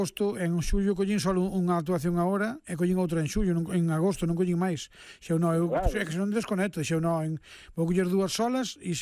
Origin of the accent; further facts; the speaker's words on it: Marín, Galicia, Spain; Eu criei en Marín de pequeno. A miña infancia foi en Marín.